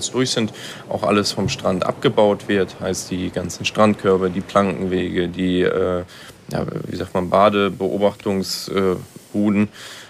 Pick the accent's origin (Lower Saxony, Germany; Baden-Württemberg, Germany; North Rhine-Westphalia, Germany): Lower Saxony, Germany; Langeoog; born or raised there